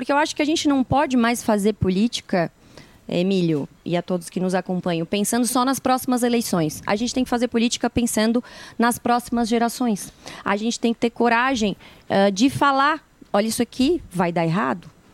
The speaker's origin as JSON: {"language": "Portuguese", "town": "Criciúma", "region": "Santa Catarina", "country": "Brazil", "said": "Eu sou de Criciúma"}